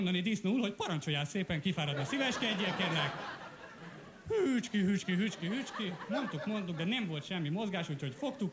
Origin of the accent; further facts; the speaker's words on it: Budapest, Hungary; Én ilyen pesti gyerek vagyok